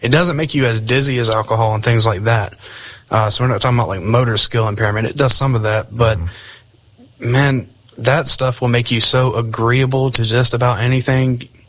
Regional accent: Montgomery, Alabama, United States; I'm originally from the Montgomery area in Alabama. We would drive up to Atlanta Highway in Montgomery.

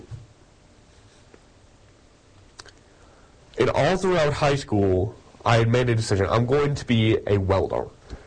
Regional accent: Little Rock, Arkansas, United States; moved away as an adult; now in Paragould, United States; I'm from Little Rock, Arkansas. The college I go to is in Paragould, about 2.5 hours away.

